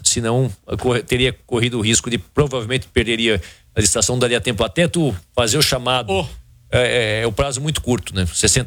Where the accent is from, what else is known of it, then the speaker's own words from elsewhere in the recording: Balneário Camboriú, Santa Catarina, Brazil; eu nasci em Balneário, eu vi em Balneário, não trocaria Balneário por cidade nenhuma do mundo.